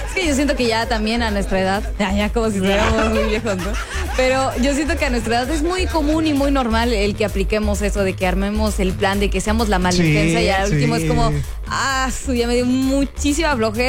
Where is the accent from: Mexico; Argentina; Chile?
Mexico; Tanto hay cosas buenas que hacemos los mexicanos como cosas malas también